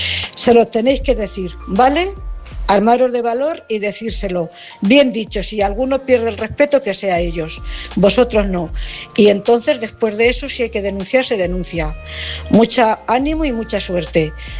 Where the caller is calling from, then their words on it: Cuenca, Castilla-La Mancha, Spain; corresponsal de Cuenca.